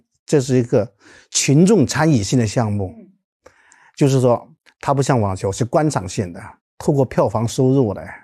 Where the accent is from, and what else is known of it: China